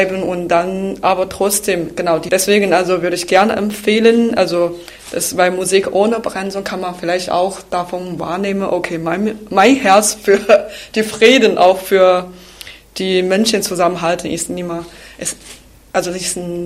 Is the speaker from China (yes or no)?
yes; China; German is a second language; now in Germany; Die meisten Lieder sind aus meiner Heimat.